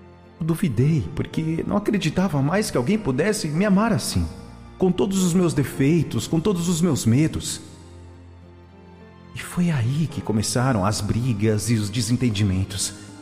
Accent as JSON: {"language": "Portuguese", "region": "Paraíba", "country": "Brazil", "tie": "born there", "said": "Lá longe, na terra onde eu nasci, na Paraíba, vivia a Jéssica."}